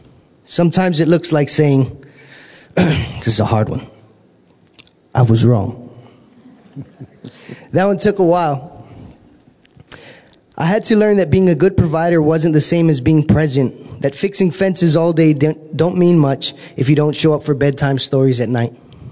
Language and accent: English; Paauilo, Hawaii, United States; moved away as an adult; also born or lived in Los Angeles; I am from the Hamakua side of the Big Island, Pa'owilo. I'm born and raised out there on that side of the island. I grew up on a cattle ranch.